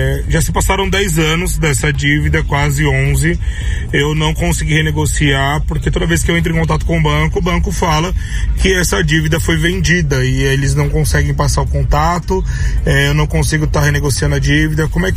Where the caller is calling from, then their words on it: Poá, São Paulo, Brazil; eu sou de Poá.